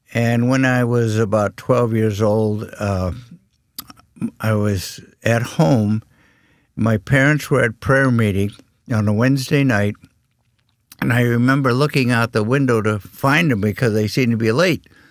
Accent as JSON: {"language": "English", "town": "Brighouse", "region": "Yorkshire and the Humber", "country": "United Kingdom", "tie": "born there", "said": "I was born in Brig House, Yorkshire, England, up near the border of Scotland."}